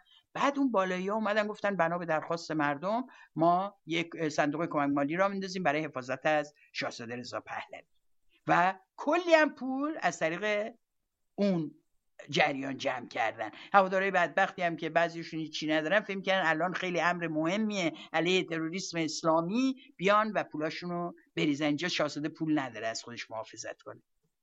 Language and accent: Persian; Iran; بالاخره ما ایرانی هستیم